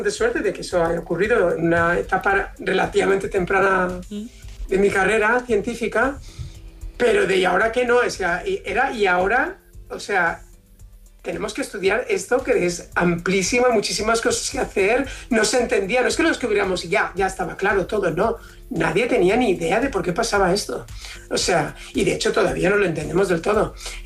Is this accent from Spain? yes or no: yes; Valencian Community, Spain; como buen valenciano nos tenemos que corregir y puntualizar mucho. No, no, mi paella es una paella valenciana